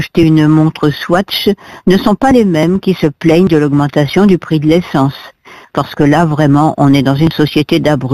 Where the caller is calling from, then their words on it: Pau, Nouvelle-Aquitaine, France; je vous appelle de Pau.